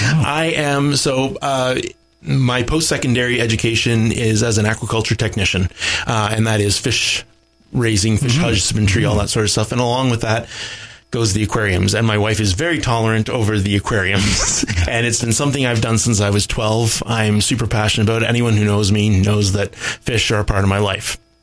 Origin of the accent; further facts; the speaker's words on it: Bancroft, Ontario, Canada; Okay, well, I was born and raised in Bancroft, Ontario. I was born at the Bancroft Hospital, and my parents had a cattle farm near Maynooth, which is north of town.